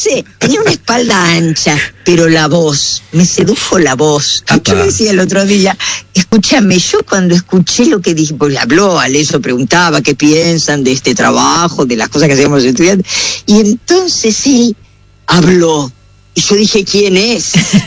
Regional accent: Buenos Aires, Argentina; Yo nací en la ciudad de Buenos Aires, y los primeros años, hasta los 9 años, vivíamos con mi mami y con mi papá en la casa con mis abuelos

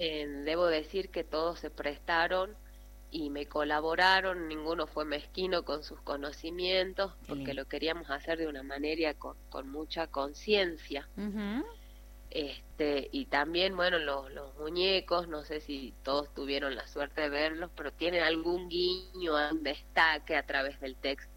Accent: San José, Catamarca, Argentina; Yo pertenezco a San José.

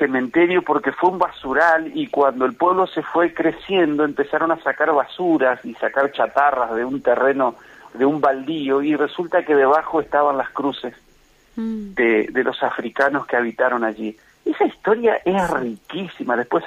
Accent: Entre Ríos, Argentina

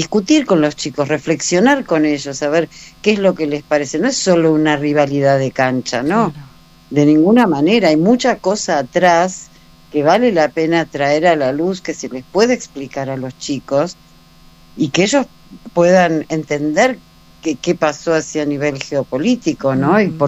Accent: Argentina; lo que vivimos como argentinos. Yo sí lo viví

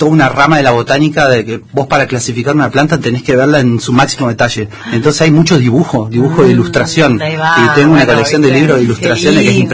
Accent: Patagonia, Argentina; born there; moved away; also born or lived in Córdoba, Argentina; Uno siempre va con los ojos de la Patagonia, porque soy patagónico

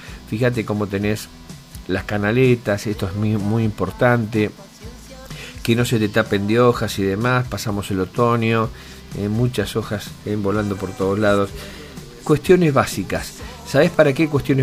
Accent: Esquel, Chubut, Argentina; moved away; Yo provengo de Esquel

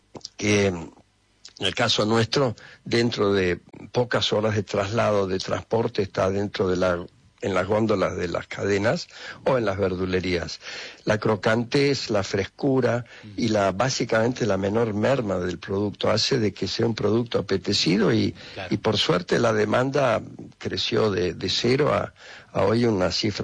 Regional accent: Argentina; born there; No, yo nací aquí.

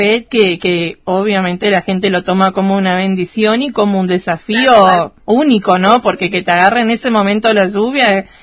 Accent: Corrientes, Argentina; nosotros que somos correntinos de ley

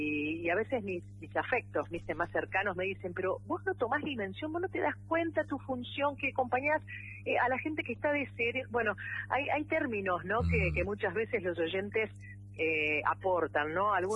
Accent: La Plata, Buenos Aires Province, Argentina; Yo soy platense.

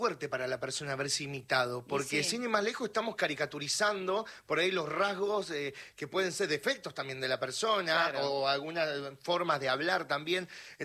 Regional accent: Lomas de Zamora, Buenos Aires Province, Argentina; yo soy de Lomas de Zamora, de sí. Zona

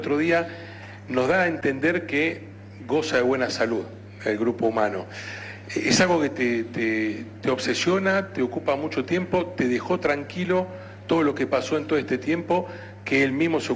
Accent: Argentina; Somos así los argentinos.

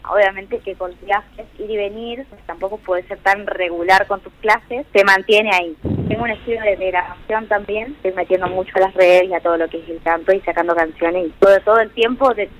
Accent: Nogoyá, Entre Ríos, Argentina; now in Crucecitas Terceras, Argentina; Yo soy de Nogoyá, pero vivo en realidad a 40 kilómetros, en un distrito que se llama Crucecitas Terceras. Es una zona rural, pero mi departamento es Nogoyá.

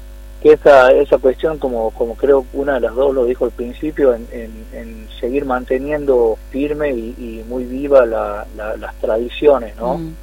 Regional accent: Catamarca, Argentina; nos represente a los catamarqueños.

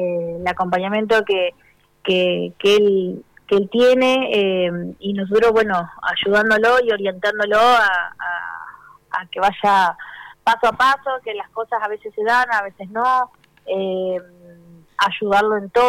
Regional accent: Caleta Olivia, Santa Cruz, Argentina; Somos de acá

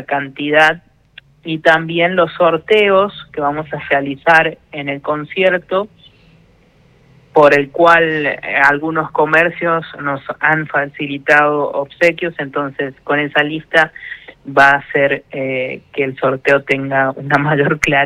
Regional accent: La Rioja, Argentina; moved away as an adult; now in Pico Truncado, Argentina; me ha llevado a trasladarme acá a la ciudad de Pico Truncado. Yo soy de La Rioja, vengo desde allá. Estoy radicado hace casi 13 años aquí en la localidad

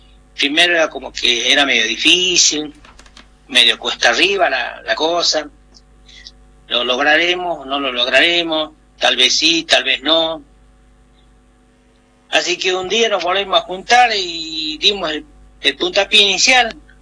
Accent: Jujuy, Argentina; now in San Salvador de Jujuy, Argentina; somos netamente de la cuna, somos de Santa Catalina y de Rinconada, de algunos de Yavi.

